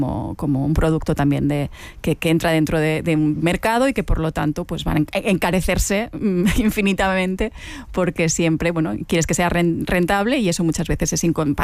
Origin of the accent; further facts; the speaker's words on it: Mallorca, Balearic Islands, Spain; moved away as an adult; now in Barcelona, Spain; Yo llegué a Barcelona con 18 años, soy de Mallorca, vine a estudiar la carrera de periodismo y me quedé aquí. Y entonces nunca he sabido muy bien si soy mallorquina, si soy barcelonesa